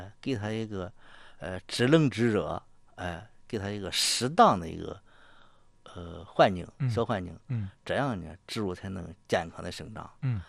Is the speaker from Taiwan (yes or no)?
no; Henan, China; 像我们河南人